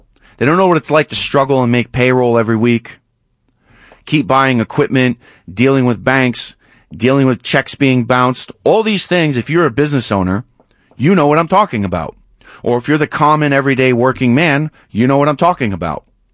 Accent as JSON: {"language": "English", "country": "United States", "said": "and I'm an American, I'm a male, but I'm Jewish"}